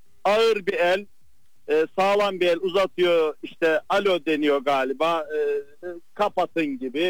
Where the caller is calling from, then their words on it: Istanbul, Turkey; İstanbul'dan.